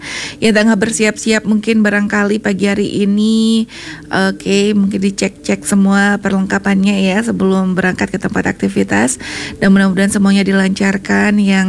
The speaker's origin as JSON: {"language": "Indonesian", "area": "Buleleng", "region": "Bali", "country": "Indonesia", "said": "untuk kita warga Buleleng."}